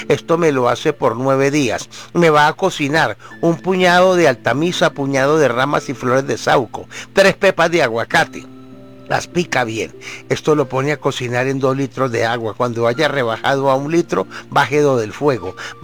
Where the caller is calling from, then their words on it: Saboyá, Boyacá, Colombia; soy del municipio de Saboyá, Boyacá.